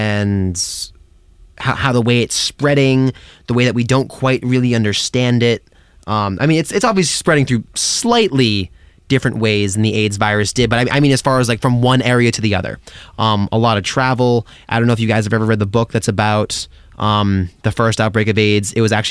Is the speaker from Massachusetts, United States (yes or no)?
yes; Westport, Massachusetts, United States; I'm from Westport, Massachusetts.